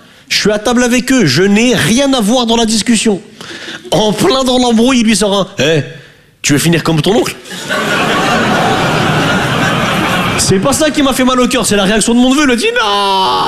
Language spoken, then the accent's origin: French; northern France, France; now in Paris, France; Je viens du nord de la France. J'ai vu dans vos regards le Nantes, t'es un arabe. Hein. Je viens d'arriver à Paris.